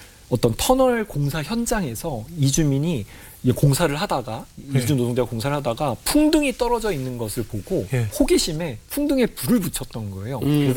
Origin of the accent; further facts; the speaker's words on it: South Korea; 저도 이제 한국인이지만